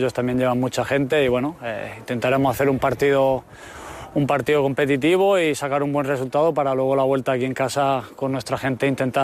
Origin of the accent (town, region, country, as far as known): Granada, Andalusia, Spain; born there; also born or lived in Ibiza